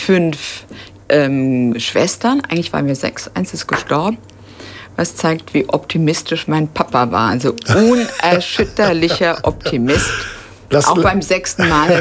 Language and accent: German; Bodenheim, Rhineland-Palatinate, Germany; also born or lived in Mainz; now in Nieder-Olm, Germany; Ich bin hier in Mainz geboren und in Bodenheim groß geworden. Also nicht weit von hier. Und hier in Mainz dann wieder Abitur gemacht und sogar studiert.